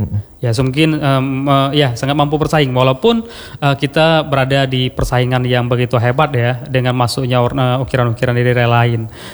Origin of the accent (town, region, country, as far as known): Aceh, Indonesia